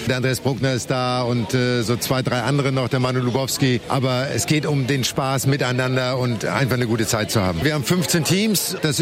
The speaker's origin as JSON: {"language": "German", "region": "Hamburg", "country": "Germany", "said": "Wir sind ja Hamburger."}